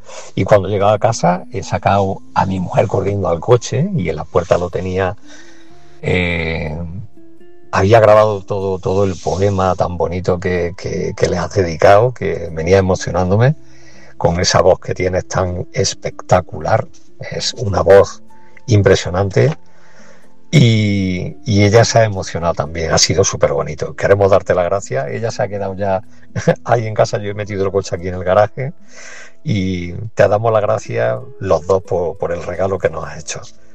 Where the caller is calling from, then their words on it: Córdoba, Andalusia, Spain; de Córdoba